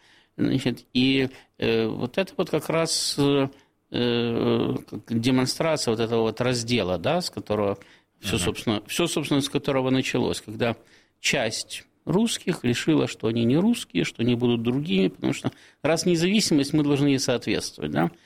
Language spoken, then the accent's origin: Russian; Ukraine; Здесь родился, да, здесь живу, это моя территория, ее назвали Украина, значит, я украинец, я ее защищаю.